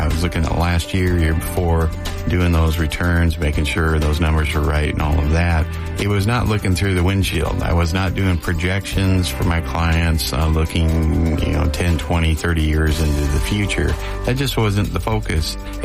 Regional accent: Washington, United States; I'm not used to that. I'm from Washington.

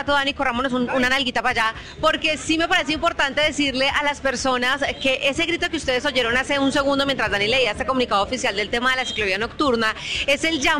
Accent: Manizales, Caldas, Colombia; now in Bogotá, Colombia; en mi tierra amada, en Manizales

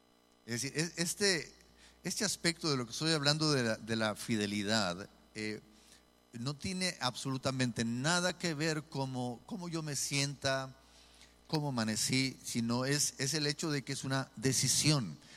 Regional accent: Monterrey, Nuevo León, Mexico; Y a nosotros, como regios

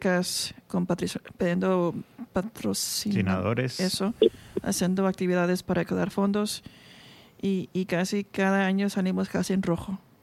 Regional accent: Mexico; now in Bendigo, Australia; Yo tengo aquí 13 años viviendo en Bendigo y adoro a Bendigo. Y de chiripada soy mexicana, entonces por lo menos eso me salvé.

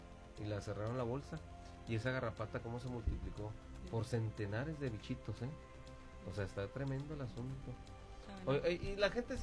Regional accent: northern border, Mexico; Somos unos benditos los fronterizos.

